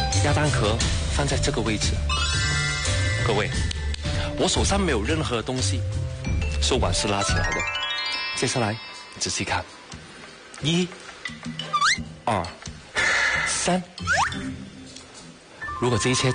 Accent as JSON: {"language": "Chinese", "country": "Hong Kong", "said": "亲爱的朋友们，你们好，我是来自中国香港的魔术师，"}